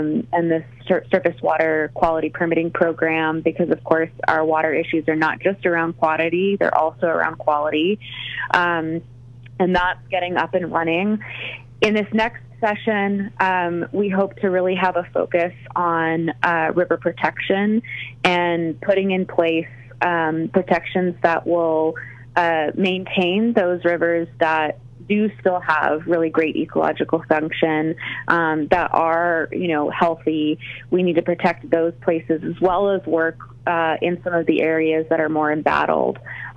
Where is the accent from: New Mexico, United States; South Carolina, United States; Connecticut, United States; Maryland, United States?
New Mexico, United States; I am actually from the El Paso, Southern New Mexico area myself, and growing up in that region is what brought me to this work.